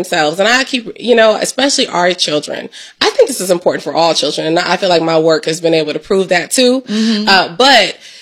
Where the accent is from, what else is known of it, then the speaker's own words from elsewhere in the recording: Columbus, Ohio, United States; I am born and raised in Columbus, Ohio. Shout out to Columbus, Ohio. Proud. And I feel like I'm like a mix between the north side and the east side.